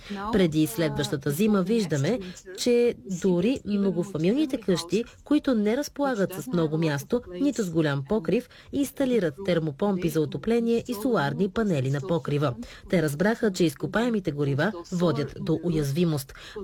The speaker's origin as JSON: {"language": "Bulgarian", "country": "Ukraine", "said": "Говоря не само като представител на Greenpeace, но и като украинка."}